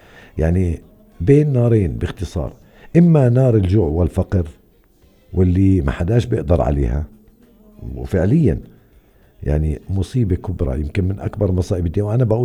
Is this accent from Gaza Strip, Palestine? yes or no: no; Hebron, West Bank, Palestine; عندنا في الخليل